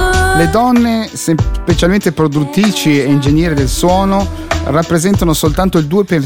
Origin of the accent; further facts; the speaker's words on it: Sicily, Italy; Io sono siciliana, sicula sono.